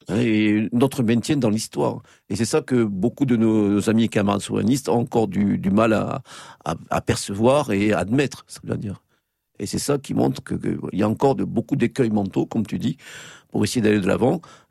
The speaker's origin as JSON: {"language": "French", "country": "France", "said": "moi, ce qui me frappe en Italie, qui m'a frappé depuis très longtemps en tant que Français, c'est cette permanence des identités locales."}